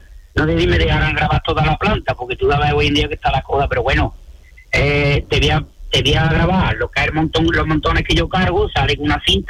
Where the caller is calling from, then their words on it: Montemayor, Andalusia, Spain; Porque yo soy de Montemayor.